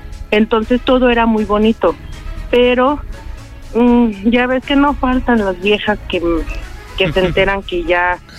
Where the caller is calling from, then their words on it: Naucalpan, State of Mexico, Mexico; Soy del Estado de México, Naucalpan.